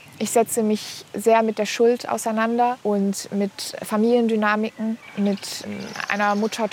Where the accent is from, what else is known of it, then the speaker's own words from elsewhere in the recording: Berlin, Germany; ich komme aus Berlin, Jahrgang 98.